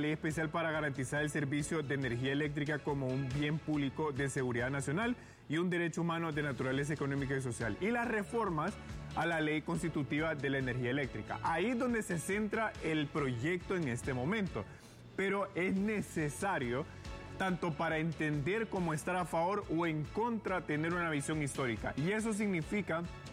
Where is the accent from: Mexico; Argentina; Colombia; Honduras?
Honduras